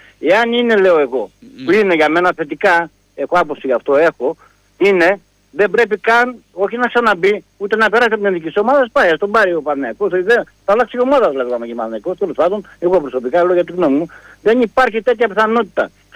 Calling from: Greece; Εγώ είμαι Έλληνας, φίλε, εγώ πήγα φαντάρος. Εγώ πληρώνω τις φόρμες, είμαι χριστιανός και η Ελλάδα είναι χριστιανική, είμαστε όλοι ορθόδοξοι.

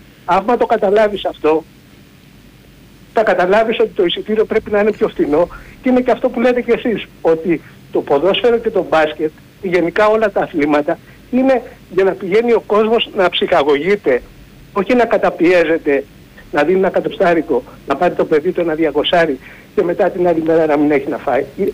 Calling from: Aigaleo, Attica, Greece; είμαι από Εγάλεο.

